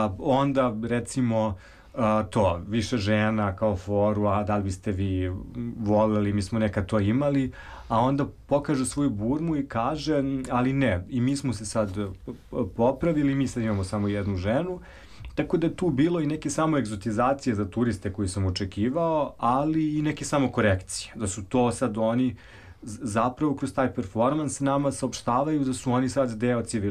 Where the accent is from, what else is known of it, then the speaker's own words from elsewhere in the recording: Serbia; Odakle ste, ja kad sam rekao Srbija, on je zastao